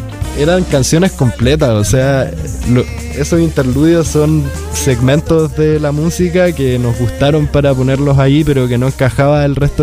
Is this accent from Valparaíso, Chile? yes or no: no; Ñuñoa, Santiago Metropolitan Region, Chile; yo soy de Ñuñoa